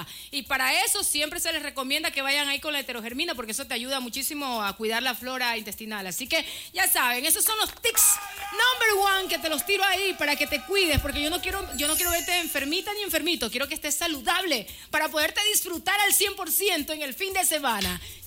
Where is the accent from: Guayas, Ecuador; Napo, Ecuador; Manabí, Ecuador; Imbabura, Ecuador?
Guayas, Ecuador; Guayaquil; yo soy una guayaquileña bien trucha.